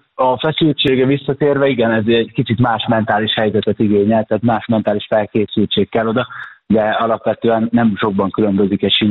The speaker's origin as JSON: {"language": "Hungarian", "town": "Győr", "region": "Győr-Moson-Sopron", "country": "Hungary", "tie": "born or raised there", "said": "tehát én Győrben nőttem föl. A Győri Kajakkenu Egyesületben nőttem föl"}